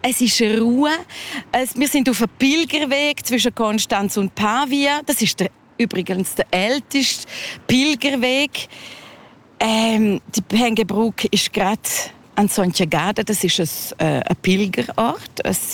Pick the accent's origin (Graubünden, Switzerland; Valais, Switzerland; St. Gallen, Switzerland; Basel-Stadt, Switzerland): Graubünden, Switzerland; Trun; also born or lived in Spain; Als Spanierin habe ich mich sehr integriert in der Romanchia. Ich bin in Thrun aufgewachsen.